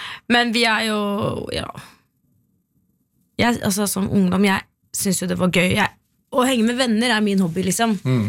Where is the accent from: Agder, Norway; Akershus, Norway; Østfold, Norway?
Akershus, Norway; Jessheim; moved away; nå bor det jo mange flere på Jessheim enn det gjorde da jeg vokste opp på Jessheim